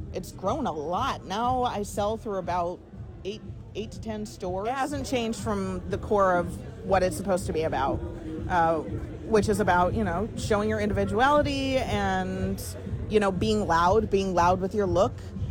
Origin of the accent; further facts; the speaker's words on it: Ithaca, New York, United States; I was raised in Ithaca. Ithaca is a community-based city. And you can take the girl out of Ithaca, but you can't take the Ithaca out of the girl